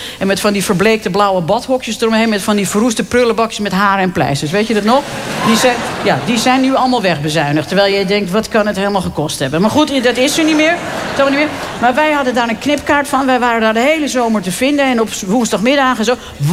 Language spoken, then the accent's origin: Dutch; Haarlem, North Holland, Netherlands; Het was weliswaar de wilde jaren 60 dat ik ben geboren. Maar dat was bij ons in Haarlem-Noord kennelijk nog niet helemaal doorgedrongen.